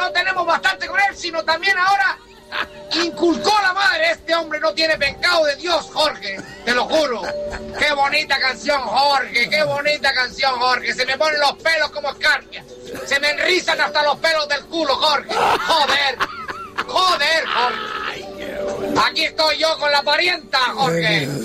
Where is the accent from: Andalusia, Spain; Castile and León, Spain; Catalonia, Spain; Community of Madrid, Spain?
Catalonia, Spain; Tortosa